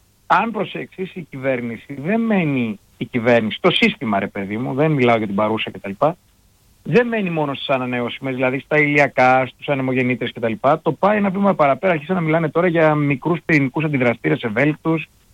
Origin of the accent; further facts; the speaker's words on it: Greece; Εμείς, σαν Έλληνες